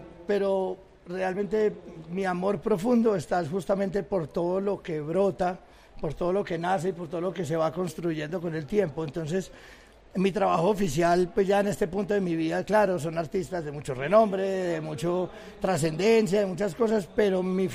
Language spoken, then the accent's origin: Spanish; Pereira, Risaralda, Colombia; yo soy pereirano